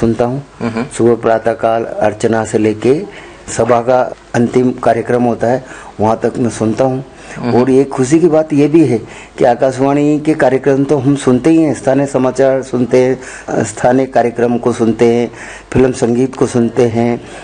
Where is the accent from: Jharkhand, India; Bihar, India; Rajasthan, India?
Rajasthan, India; Bundi district; born there; also born or lived in Kota; मेरा गांव था बूंदी जिले में, जहां तक मुझे याद है मैं बहुत छोटा था जब वहां था